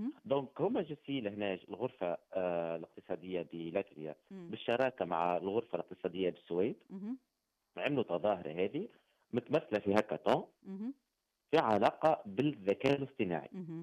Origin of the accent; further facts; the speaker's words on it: Tunisia; moved away as an adult; now in Riga, Latvia; انا من تونس شاركت.